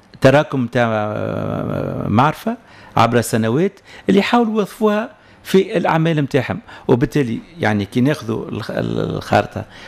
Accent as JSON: {"language": "Arabic", "country": "Tunisia", "said": "الكل نلقاو فيها التصوف بما هو كم موجود عندنا في تونس. يعني التجارب التونسية فيها ذاكرة تونسية لكن أيضا فيها تأثيرات أوروبية وخارجية اللي تعرف بحكم قربنا من أوروبا"}